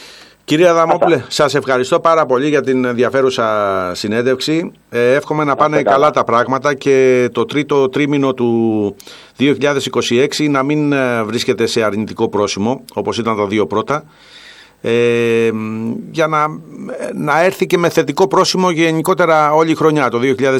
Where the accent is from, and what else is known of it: Greece